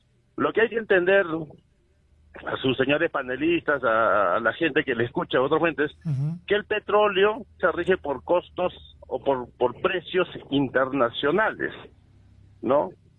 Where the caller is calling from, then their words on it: Juliaca, Puno, Peru; de Zuliaca.